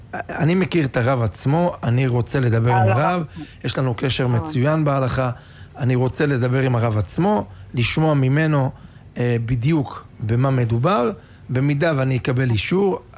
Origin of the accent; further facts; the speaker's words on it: Netanya, Central District, Israel; אני גדלתי בנתניה, אני יודע בדיוק מה אני אומר.